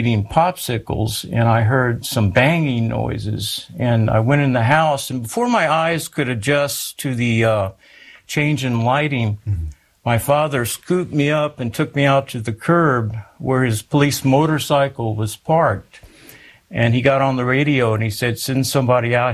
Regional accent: San Antonio, Texas, United States; born there; Well, I was born in San Antonio, Texas

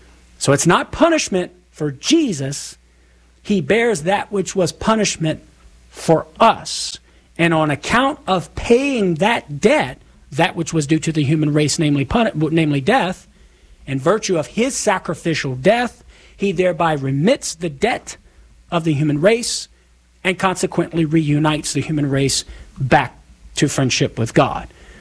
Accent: the South, United States; accent: southern; making fun of my southern accent.

